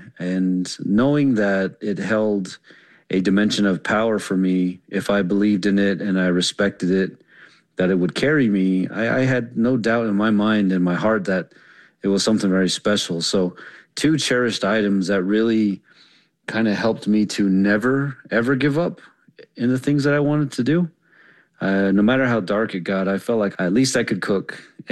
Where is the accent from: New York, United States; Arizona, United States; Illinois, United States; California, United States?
Arizona, United States; Whiteriver; I was born in White River, Arizona. It's a little town of maybe 12,000 people. It's the main center of the White Mountain Apache tribe. I was born at the Indian Health Service